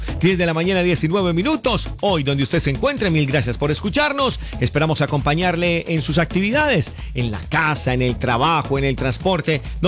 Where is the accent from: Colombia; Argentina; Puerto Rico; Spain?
Colombia; unidos como colombianos